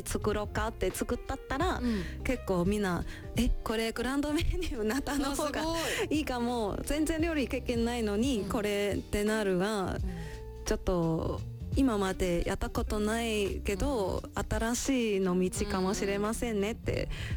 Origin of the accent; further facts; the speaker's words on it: Taiwan; Japanese is a second language; now in Japan; 台湾人として